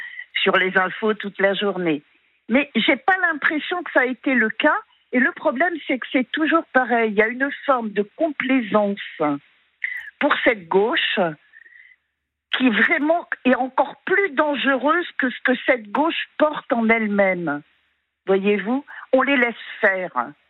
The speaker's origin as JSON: {"language": "French", "country": "France", "said": "Je suis française, je vis en France, j'assume et je fais ce que je veux."}